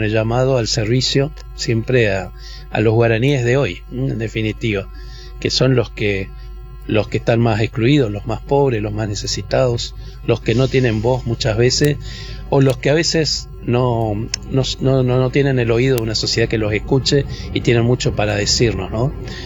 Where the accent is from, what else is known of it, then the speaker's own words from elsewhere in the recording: Itatí, Corrientes, Argentina; moved away as an adult; yo nací en Itatí.